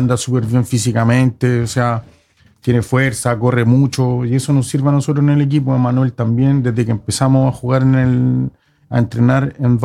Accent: Concón, Valparaíso, Chile; born or raised there

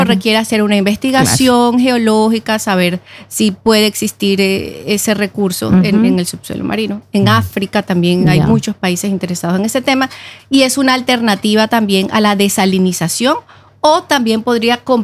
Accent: La Guajira, Colombia; yo soy colombiana, abogada, soy de La Guajira, que es el del norte de Colombia.

